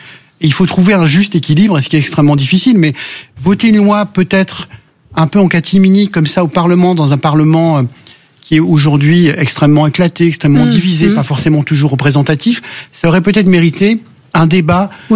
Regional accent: Auvergne-Rhône-Alpes, France; dans mon département, je suis originaire de l'Allier

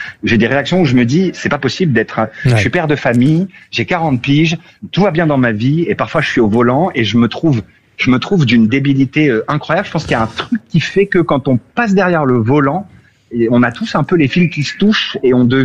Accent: Hauts-de-France, France; Il se trouve que je suis originaire du Nord et que mes parents habitent dans le Nord

